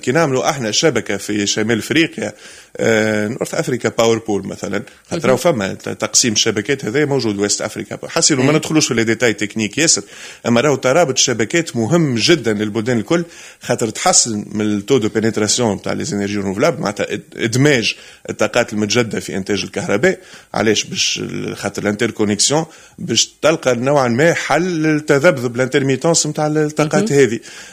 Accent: Tunisia; هو صحيح موقعنا الاستراتيجي ممتاز

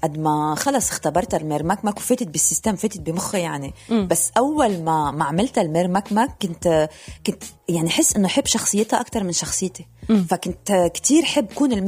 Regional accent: France; طبعا دم لبناني كل شيء فيه لبناني وبعدين رغم أنه أنا كبرت بفرنسا ماما ربتنا على اللبنانية

